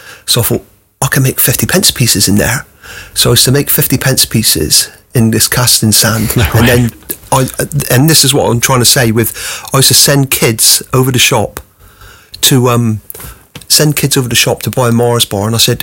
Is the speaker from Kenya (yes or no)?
no; Plymouth, South West England, United Kingdom; also born or lived in Bristol; I was born in Bristol. Moved away when I was five because mum, dad had six children, and me dad died when I was five. So. Then we moved down to Plymouth because my mum had some relatives down here.